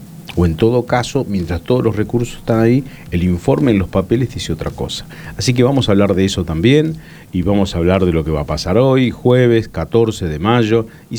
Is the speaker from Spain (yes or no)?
no; Argentina; somos argentinos